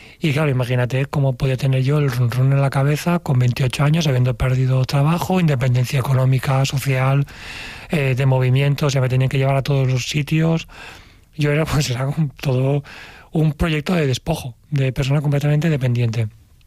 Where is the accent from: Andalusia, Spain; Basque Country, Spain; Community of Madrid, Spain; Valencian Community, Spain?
Valencian Community, Spain; Valencia